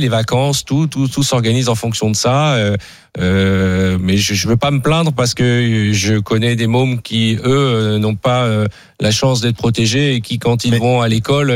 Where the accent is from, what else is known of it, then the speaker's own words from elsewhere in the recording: France; je suis français